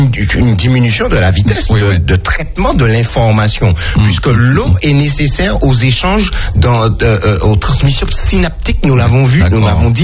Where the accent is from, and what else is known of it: Le Carbet, Martinique; born or raised there; also born or lived in Saint-Pierre, Martinique